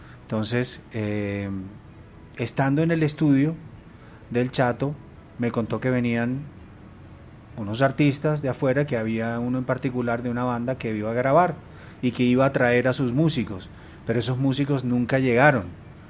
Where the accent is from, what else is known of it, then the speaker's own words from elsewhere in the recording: Barranquilla, Atlántico, Colombia; moved away as an adult; now in Bogotá, Colombia; tuve hijas acá, me casé con una bogotana y me fui a Barranquilla, regresé porque yo soy barranquillero y me fui a Barranquilla en el 2013.